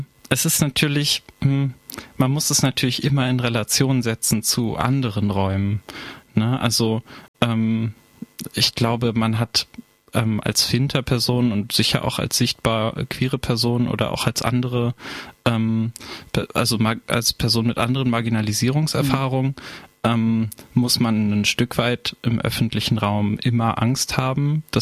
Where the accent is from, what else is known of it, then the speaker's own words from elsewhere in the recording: Berlin, Germany; moved away as an adult; Ich bin in Kreuzberg aufgewachsen, habe auch eine Zeit lang in Spandau gewohnt